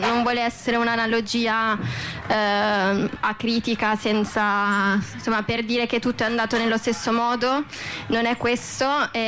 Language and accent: Italian; Bologna, Emilia-Romagna, Italy; io sono bolognese